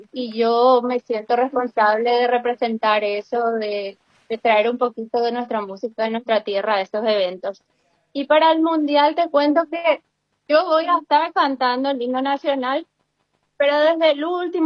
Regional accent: Asunción, Paraguay; now in United States; Yo soy de Asunción, me crié en el barrio Seminario.

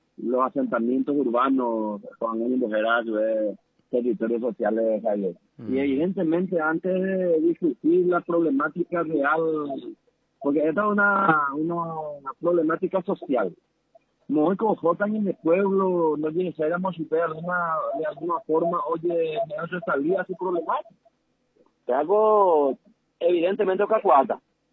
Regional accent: San Pedro, Paraguay; also born or lived in Canindeyú; Yo soy de San Pedro, oriundo de San Pedro, mi ciudad natal es Tierra Haití del Norte, pero estuve casi 28 años en el departamento de Canindeyú.

